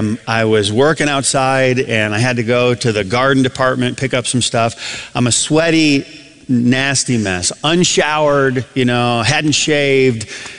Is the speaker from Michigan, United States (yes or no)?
yes; Adrian, Michigan, United States; So I grew up in Adrian, Michigan. There was another town about 30, 45 minutes away called Jackson.